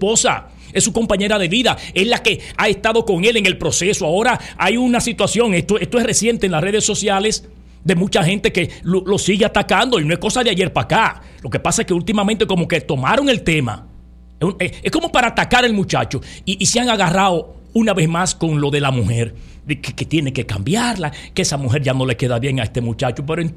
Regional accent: Dominican Republic; yo como otros dominicanos y como posiblemente otros comunicadores

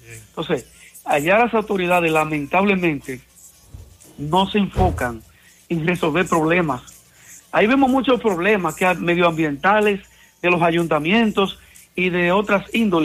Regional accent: Dominican Republic; now in United States; como buen dominicano, aquí la mayoría lo pasamos trabajando.

